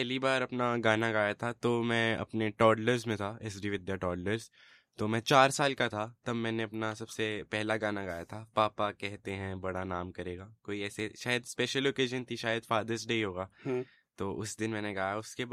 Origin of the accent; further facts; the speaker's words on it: Ambala Cantonment, Haryana, India; born there; मेरा जन्म uncle Ambala cantt में ही हुआ है, तो मेरा जन्म हुआ था 23 सितंबर 2008 को